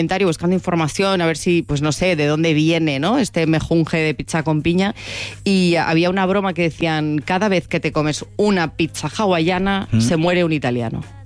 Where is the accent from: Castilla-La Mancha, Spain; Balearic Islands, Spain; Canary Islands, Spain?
Balearic Islands, Spain; Palma; Soy de Palma.